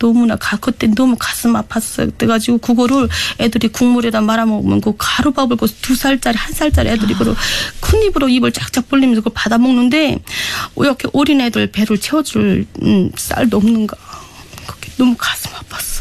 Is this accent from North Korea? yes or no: yes; North Korea; 우리 고향이 너무 우리 북한 너무 언제면 우리 북한도 하나님의 세상이 오고 마음껏 찬양하고 찬송하고 기도할 수 마음 놓고 기도할 수 있는 그때가 언제일까?